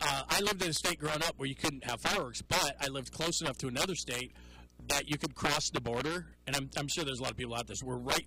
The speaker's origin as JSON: {"language": "English", "region": "California", "country": "United States", "tie": "born or raised there", "said": "I grew up in California, so we would do it on our little block"}